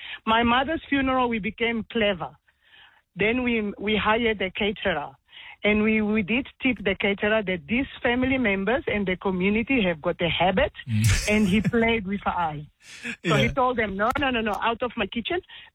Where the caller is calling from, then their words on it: Pretoria, Gauteng, South Africa; I'm calling from Pretoria.